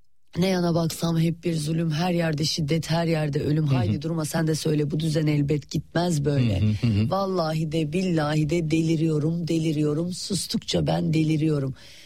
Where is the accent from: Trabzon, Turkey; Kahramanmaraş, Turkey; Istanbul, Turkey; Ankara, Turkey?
Trabzon, Turkey; Ve biz de Karadenizliyiz biliyorsun. Baba tarafından evet. Trabzonluyuz.